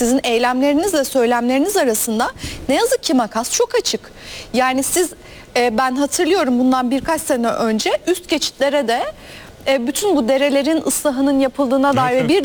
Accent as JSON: {"language": "Turkish", "region": "Istanbul", "country": "Turkey", "said": "Buna dair de bir öz eleştiri görmek istiyoruz biz İstanbullular olarak."}